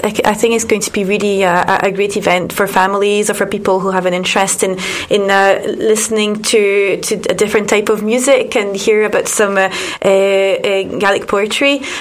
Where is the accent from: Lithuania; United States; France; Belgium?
Belgium; now in Scotland; No, I'm from Belgium.